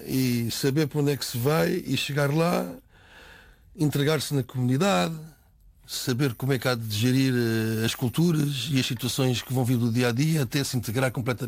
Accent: Portugal; Só que nós, enquanto portugueses, ouvimos certas coisas e certas atitudes um bocado do lado de fora e o caminho passa.

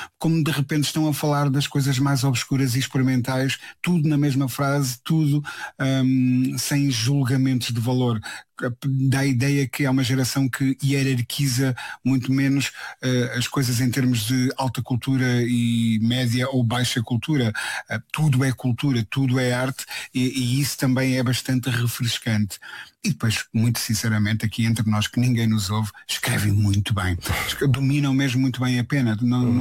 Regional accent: Centro, Portugal; minha cultura específica, operária, do centro do país, se calhar um pouco mais rural do que urbano, de onde eu sou originário.

